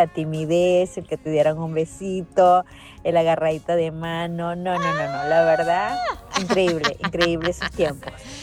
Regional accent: Venezuela; now in Mexico; Por lo menos en mi país, Venezuela

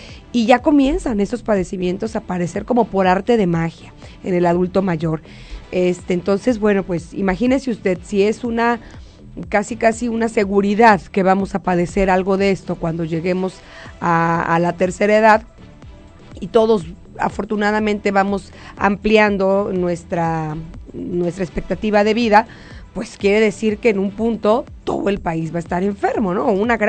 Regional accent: Mexico; Como mexicanos en todo el año hay que sentirse orgulloso y orgullosa de ser mexicano, de haber nacido en este hermoso país

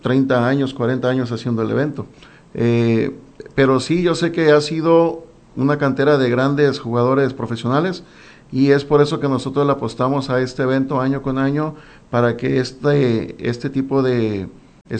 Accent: Santiago Ixcuintla, Nayarit, Mexico; now in Tepic, Mexico; pues yo soy nuevo aquí en Tepic, ¿no? Yo soy de Santiago Escuintla

